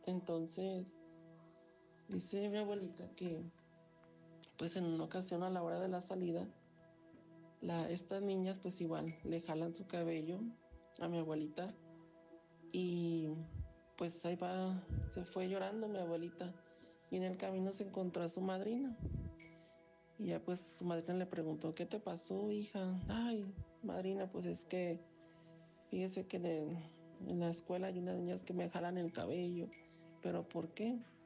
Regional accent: Guadalajara, Jalisco, Mexico; soy originario de Guadalajara

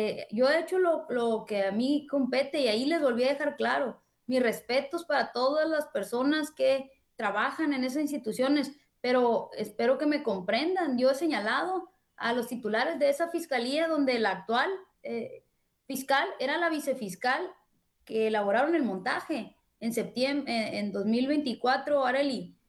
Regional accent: Sinaloa, Mexico; Claro que vale la pena luchar por la gente honesta, capaz, valiente, que somos la gran mayoría aquí en Sinaloa.

